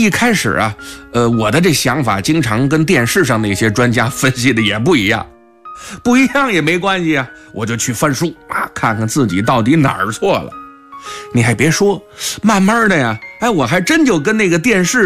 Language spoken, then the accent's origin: Chinese; Shandong, China; 我们家是山东的，我们那块的考场呢设在泰安